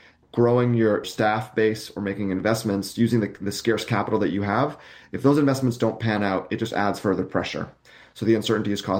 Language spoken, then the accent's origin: English; Canada; as a Canadian